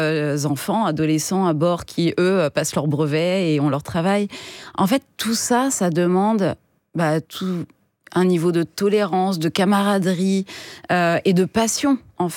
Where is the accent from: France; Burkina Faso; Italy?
France; Troyes, Grand Est; also born or lived in Paris; moi, je suis née à Paris, j'ai grandi à Troyes, en Champagne.